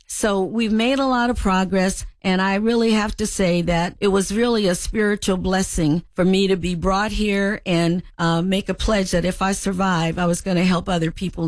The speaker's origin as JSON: {"language": "English", "town": "Los Angeles", "region": "California", "country": "United States", "said": "But I came from Los Angeles, where in metropolitan areas, there were a lot more resources."}